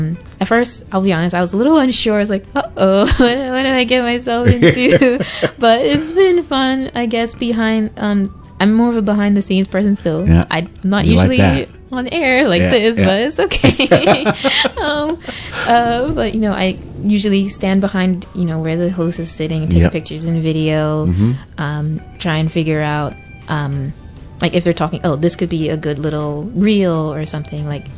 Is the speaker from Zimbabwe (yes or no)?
no; Bermuda; moved away as an adult; now in United States; always have home here in Bermuda. I'm also American and I have American citizenship